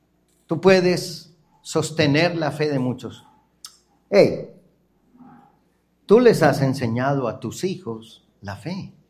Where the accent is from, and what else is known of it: Colombia